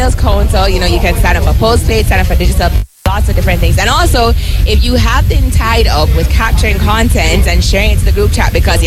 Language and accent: English; Jamaica